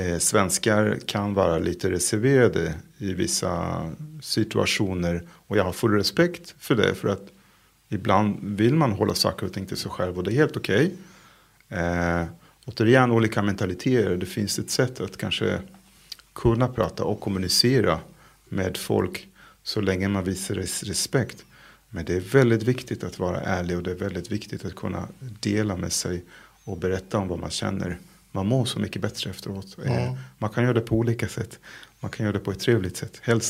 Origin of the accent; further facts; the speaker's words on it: Israel; first language Hebrew; Swedish is a second language; moved away as an adult; now in Sweden; Hebreiska är mitt modersmål, svenska, engelska och så kan jag kommunicera på franska.